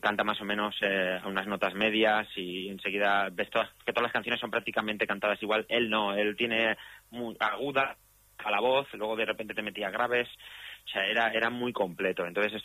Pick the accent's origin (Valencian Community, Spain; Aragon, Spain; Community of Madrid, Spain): Valencian Community, Spain; Valencia; en los playbacks de aquí de Valencia, de las Fallas de Valencia, porque yo soy valenciano